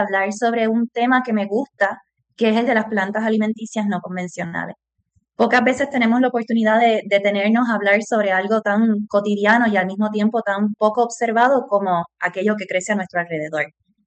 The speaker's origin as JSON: {"language": "Spanish", "town": "Humacao", "country": "Puerto Rico", "moved": "as an adult", "lives_now": "Argentina", "said": "yo soy de Humacao, pero actualmente, como bien menciona Roxana, estoy viviendo en Argentina"}